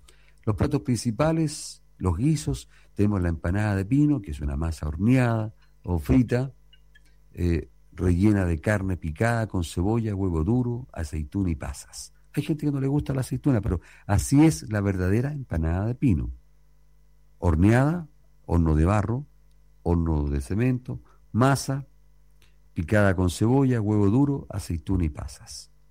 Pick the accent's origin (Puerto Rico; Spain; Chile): Chile